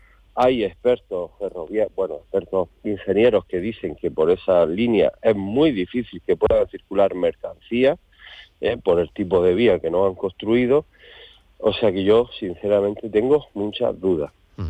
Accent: Almería, Andalusia, Spain

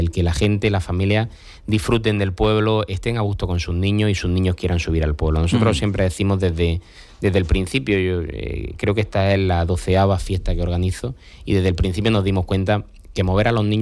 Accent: Enix, Andalusia, Spain; el primer fin de semana de octubre era de los más importantes del año, porque claro, eran las fiestas de mi pueblo.

